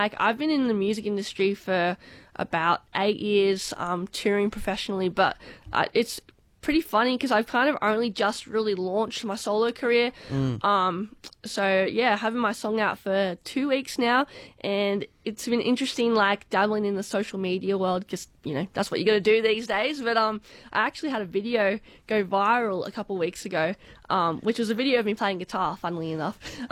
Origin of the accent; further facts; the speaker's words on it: Bathurst, New South Wales, Australia; Bathurst, which is my hometown.